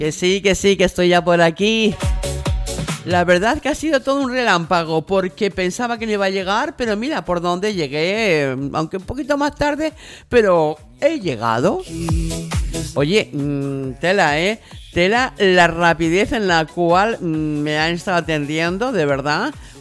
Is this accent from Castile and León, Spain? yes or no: yes; Salamanca, Castile and León, Spain; como dicen en mi tierra, en Salamanca